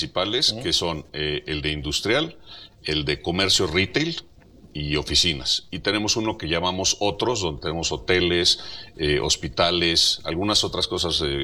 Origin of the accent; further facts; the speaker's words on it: Mexico; México somos parte de Norteamérica